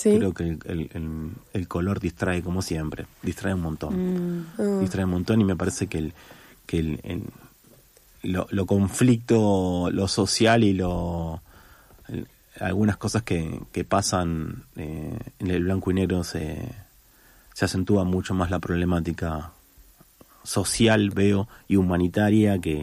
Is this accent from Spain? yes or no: no; Rafael Castillo, Buenos Aires Province, Argentina; born there; salvo en el barrio donde yo nací, ahí se me complicó. Que fue el barrio donde, digamos, que todo lo que era la zona de Rafael Castillo, Morón, fue el más picante.